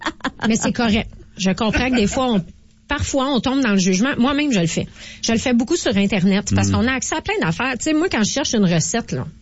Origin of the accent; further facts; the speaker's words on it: Montreal, Quebec, Canada; c'est que souvent, quand je dis que je viens de Montréal, les gens me disent qu'ils détestent Montréal.